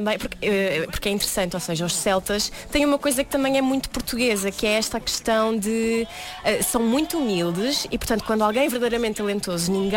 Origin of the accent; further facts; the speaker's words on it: Brazil; born there; eu nasci no Brasil e no Brasil há uma liberdade muito grande para